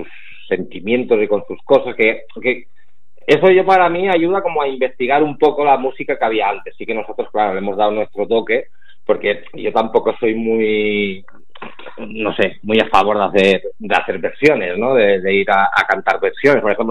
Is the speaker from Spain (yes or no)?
yes; Vilafranca del Penedès, Catalonia, Spain; nosotros somos de Vilafranca del Penedès, al lado de Barcelona, y somos un pueblecillo, ¿no?